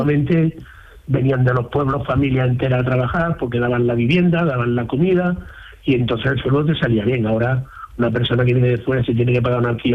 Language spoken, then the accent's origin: Spanish; Fuente Palmera, Andalusia, Spain; now in Lloret de Mar, Spain; Yo soy de Fuente Palmera, un pueblo pequeñito de Córdoba.